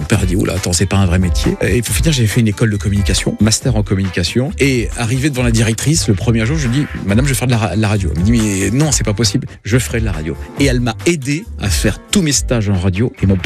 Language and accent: French; Jeumont, Hauts-de-France, France; moved away as an adult; also born or lived in Maubeuge; Alors, je suis né à Maubeuge et j'ai vécu toute ma jeunesse jusqu'à l'âge de 18-19 ans à Jeumont, juste à côté, à la frontière belge.